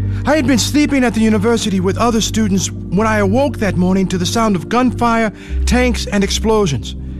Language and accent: English; Ethiopia; I showed him the green ID card from my hometown in Ethiopia, a card that was the same color as a university ID.